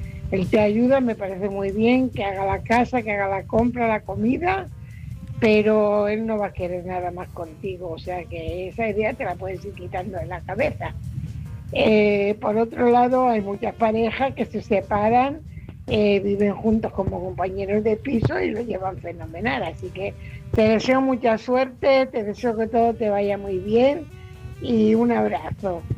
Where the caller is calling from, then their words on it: Fuenlabrada, Community of Madrid, Spain; Hola, buenas noches, Álvaro. … corresponsal de Fuenlabrada.